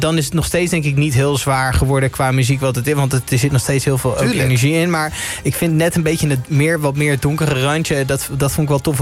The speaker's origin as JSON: {"language": "Dutch", "region": "Gelderland", "country": "Netherlands", "said": "Kijk, ik kom zelf uit Gelderland. Dus ik kwam daar als jonge jongen altijd al op Appelpop."}